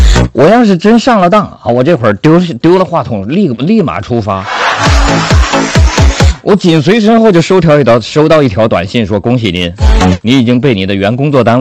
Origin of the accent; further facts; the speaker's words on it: Hubei, China; now in Hainan, China; 你比如说我们老家湖北，那吃喜酒呢，相反还真的是中午。